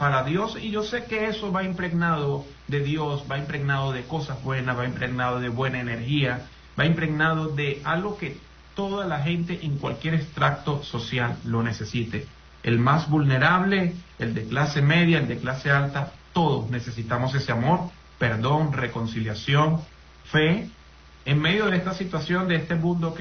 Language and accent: Spanish; Caracas, Capital District, Venezuela; porque mi familia, yo soy de Caracas, mis padres están allá.